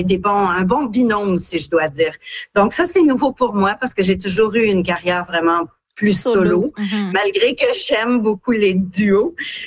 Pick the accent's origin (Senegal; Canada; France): Canada; Ontario; Moi, je suis une franco-ontarienne avec, j'ai mon tatou franco-ontarien, comme on dit, depuis longtemps.